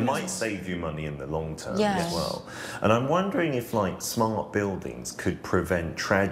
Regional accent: United Kingdom; moved away; from my home country of the UK

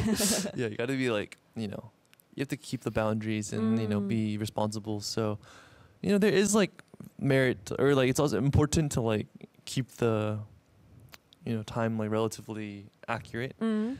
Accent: Australia; now in Korea; from Australia, and I have been living in Korea for 3 years.

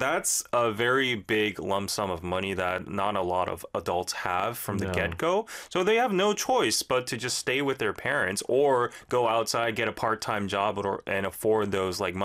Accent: Busan, South Korea; Obviously, I came up from Busan.

